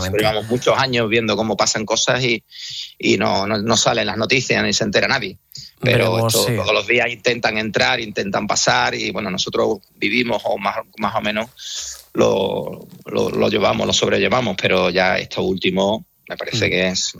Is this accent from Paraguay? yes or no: no; Spain; yo soy español antes que comerciante